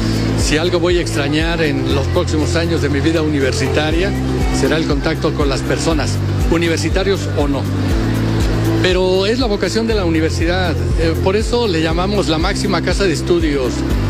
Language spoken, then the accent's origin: Spanish; Pachuca, Hidalgo, Mexico; born there; Ya nosotros nacimos en Pachuca, en la capital del estado.